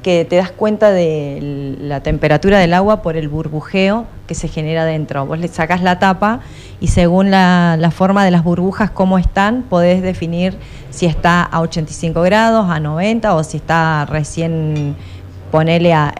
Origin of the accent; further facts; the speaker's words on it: Neuquén, Argentina; moved away as an adult; now in San Martín de los Andes, Argentina; en mi ciudad de donde soy, que soy de Neuquén Capital. Cuando me vine a vivir acá a San Martín, bueno, esto es una aldeita